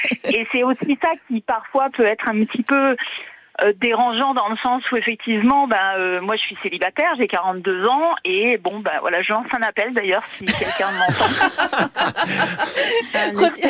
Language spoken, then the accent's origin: French; Auvergne-Rhône-Alpes, France; born there; je suis née dans le Rhône.